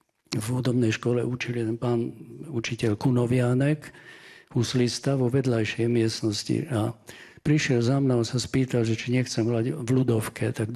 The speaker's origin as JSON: {"language": "Slovak", "town": "Košice", "region": "Košice Region", "country": "Slovakia", "tie": "born or raised there", "said": "Vyrastal som v Košiciach"}